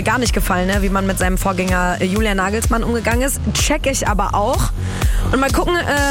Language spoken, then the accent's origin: German; Portugal; Dann habe ich als Portugiesin auch was davon.